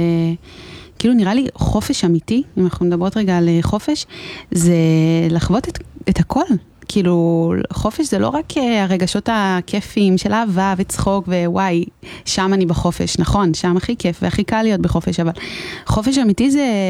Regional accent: Modi'in, Central District, Israel; now in Metula, Israel; ממודיעין במקור, עכשיו גרה במטולה, מטולה אהובתי.

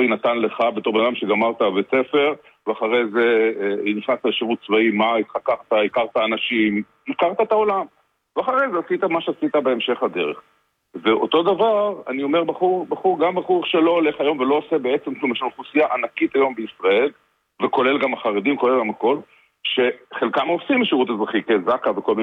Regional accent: Haifa, Haifa District, Israel; אני מחיפה, כן, הוא הולך לבית חולים רמב"ם

